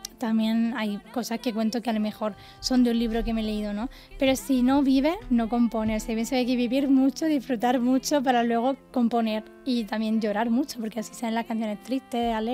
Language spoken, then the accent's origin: Spanish; Andalusia, Spain; now in Madrid, Spain; soy de Andalucía